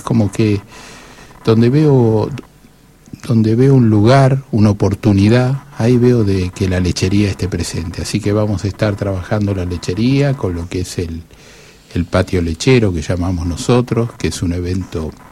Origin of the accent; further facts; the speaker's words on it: Argentina; born there; mi país es Argentina, nací en mi país